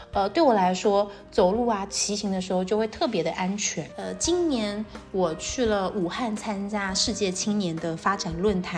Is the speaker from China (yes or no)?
no; Taiwan; 对一个从小在台湾长大的人来说，长江对我们来讲只是在课本里见过的名字